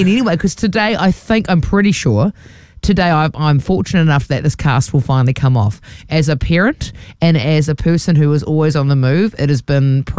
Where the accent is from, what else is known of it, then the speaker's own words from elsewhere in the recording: Dargaville, Northland, New Zealand; No way, there'll be kumaras. I'm from Dargaville.